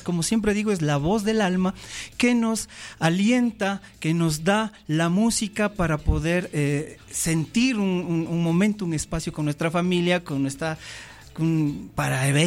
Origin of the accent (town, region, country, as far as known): Ecuador